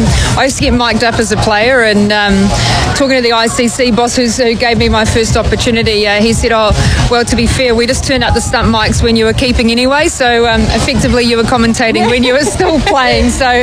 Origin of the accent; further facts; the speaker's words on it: New Zealand; accent: thick southern; I did a lot of voice training being a Kiwi. I've got quite a thick southern accent